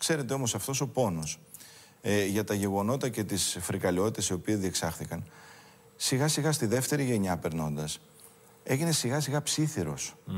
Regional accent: Nea Kerasounta, Epirus, Greece; επειδή το χωριό μου η Νέα Κερασούντα, της Πρέβεζας, στο νομό Πρεβέζης, που, από όπου κατάγομαι.

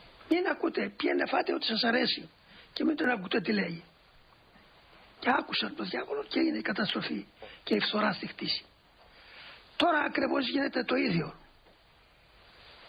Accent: Greece; εμείς οι Έλληνες

